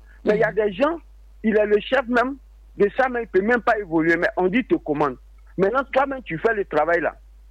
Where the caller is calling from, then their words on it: Côte d’Ivoire; Aujourd'hui, on vit dans une situation que il n'y a pas de mérite en Côte d'Ivoire.